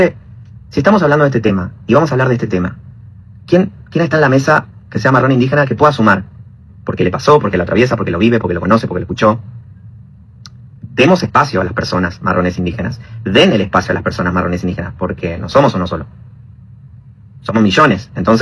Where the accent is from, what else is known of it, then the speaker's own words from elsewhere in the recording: Argentina; hago mi tutorial de soy un argentino marrón